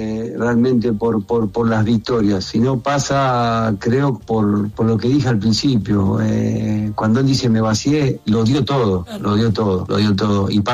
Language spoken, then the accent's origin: Spanish; Argentina; para nosotros que somos argentinos